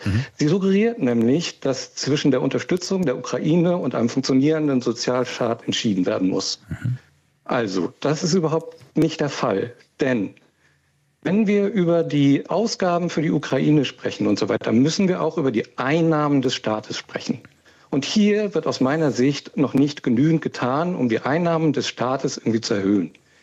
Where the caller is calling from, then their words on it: Bordesholm, Schleswig-Holstein, Germany; Ich rufe aus Bordesholm an. Das liegt in Schleswig-Holstein.